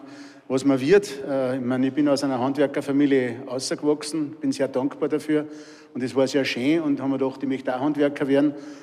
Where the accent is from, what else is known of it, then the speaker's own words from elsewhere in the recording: Salzburg, Austria; accent: Pinzgauer Dialekt; Ich bin ja in der Frühstückspension meiner Großmutter aufgewachsen, die hat ein Fremdenzimmer vermietet an die Fremden.